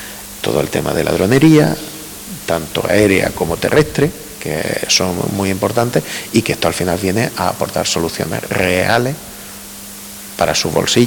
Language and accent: Spanish; Fuerte del Rey, Andalusia, Spain; Yo soy de Fuerte del Rey.